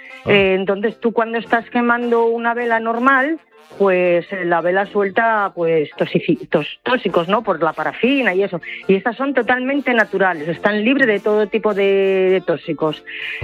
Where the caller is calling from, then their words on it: Asturias, Spain; llamo desde Asturias